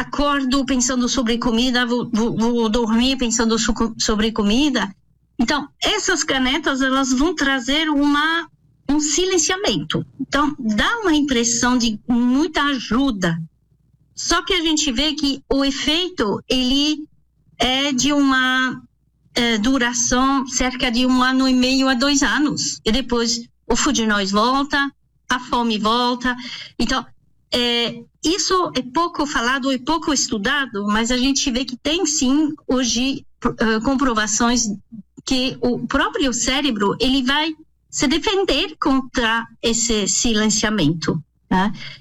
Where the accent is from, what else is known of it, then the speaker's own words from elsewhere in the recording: France; now in Brazil; porque eu sou francesa, naturalizada no Brasil, agora sou brasileira